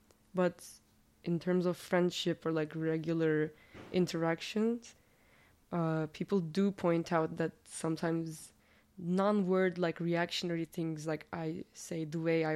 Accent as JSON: {"language": "English", "region": "Bursa", "country": "Turkey", "first_language": "Turkish", "second_language": "English", "said": "I am from Bursa, Turkey."}